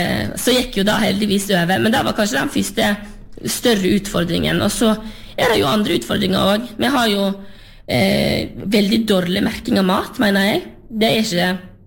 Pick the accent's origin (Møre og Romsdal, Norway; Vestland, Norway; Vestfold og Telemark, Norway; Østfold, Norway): Vestland, Norway; Luster; som jeg kommer jo selv ifra Lerigard på Sørheim